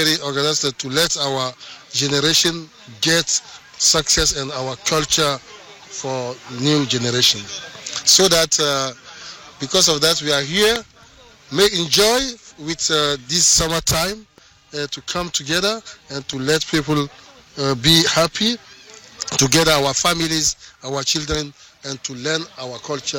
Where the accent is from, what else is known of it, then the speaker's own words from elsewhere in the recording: Togo; I can understand it, speak it is a little bit, but I'm from Togo.